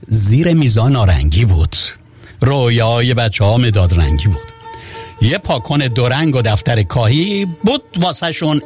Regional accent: Iran; born there; moved away; یاد ایران بخیر، یاد زادگاهمون بخیر،

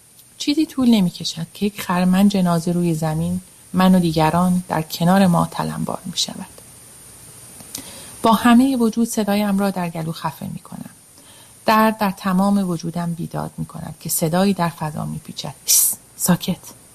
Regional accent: Iran

